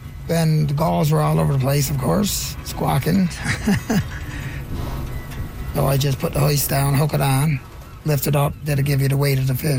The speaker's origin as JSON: {"language": "English", "town": "St. Bernard's", "region": "Newfoundland and Labrador", "country": "Canada", "tie": "born or raised there", "said": "It was lovely life. Couldn't ask for no better. I loved the community. I loved the people there."}